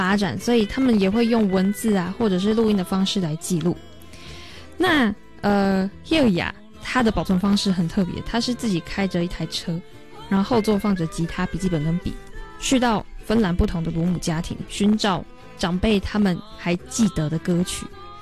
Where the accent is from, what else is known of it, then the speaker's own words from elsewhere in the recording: Taiwan; 我们在一个国民政府的时代，我们是中华民国，我们是台湾人，我们到底是谁？